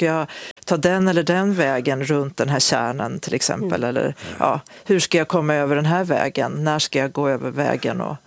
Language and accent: Swedish; Osebol, Värmland, Sweden; Och när jag gick från Karlstad till Osebol där jag växte upp